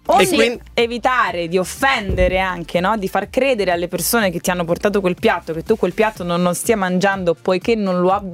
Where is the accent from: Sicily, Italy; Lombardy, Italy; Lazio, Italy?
Lazio, Italy; Rome; nel mio quartiere Prati a Roma